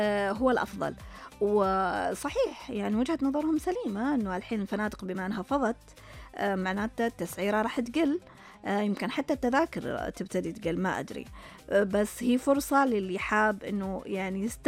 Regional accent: Saudi Arabia; هنا في السعودية. يعني ما شاء الله ديرتنا قارة ما بين أجواء

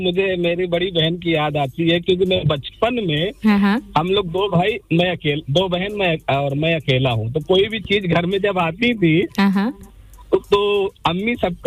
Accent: Uttar Pradesh, India; हमारा ताल्लुक इंडिया से है।

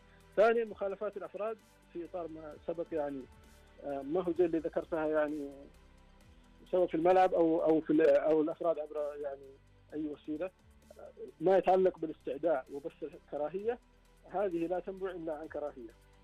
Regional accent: Saudi Arabia; لأن إحنا سعودية في المبادئ، سعودية في القيم

